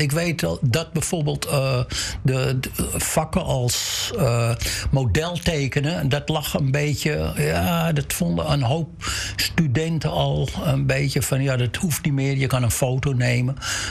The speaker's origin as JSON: {"language": "Dutch", "town": "Amsterdam", "region": "North Holland", "country": "Netherlands", "moved": "as an adult", "lives_now": "Den Helder, Netherlands", "said": "ik kom uit Amsterdam."}